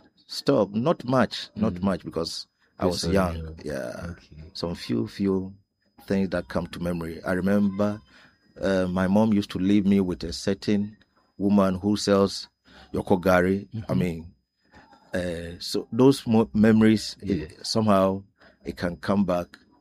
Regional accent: Cape Coast, Central Region, Ghana; also born or lived in Achim Apigra; And so even though I was born in Achim Apigra, I'm from Achim Apigra, but I'm more like a Cape Coaster.

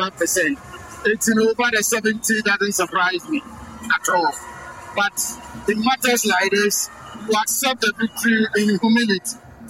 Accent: Western Region, Ghana; Of course, I come from Amenti. I'm a proud Amenti man. So I have to let them establish the fact that I am an indigenous of this region.

